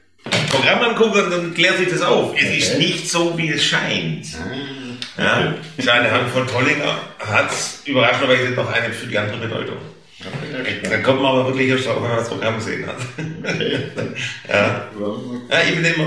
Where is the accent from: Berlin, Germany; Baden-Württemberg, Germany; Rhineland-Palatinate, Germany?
Baden-Württemberg, Germany; Stuttgart; accent: Swabian